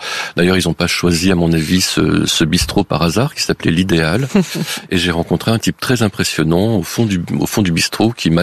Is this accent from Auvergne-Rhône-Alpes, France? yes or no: yes; Les Arcs, Auvergne-Rhône-Alpes, France; born or raised there